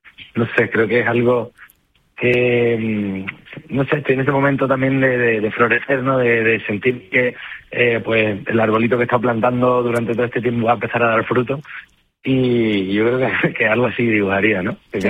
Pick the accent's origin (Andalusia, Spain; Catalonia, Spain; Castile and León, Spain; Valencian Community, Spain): Andalusia, Spain; Seville; yo soy de Sevilla, sí. Y en nuestras casas, yo he crecido en la casa de mis abuelos